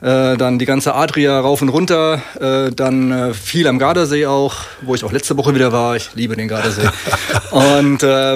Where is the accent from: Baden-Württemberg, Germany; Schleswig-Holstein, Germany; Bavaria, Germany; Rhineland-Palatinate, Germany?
Rhineland-Palatinate, Germany; Ingelheim; Ich bin gebürtiger Ingelheimer.